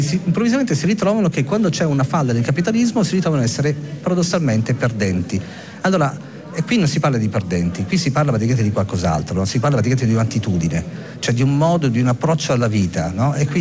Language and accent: Italian; Lombardy, Italy; Io sono nato e cresciuto in Brianza e quindi ho assimilato anche molto questa cosa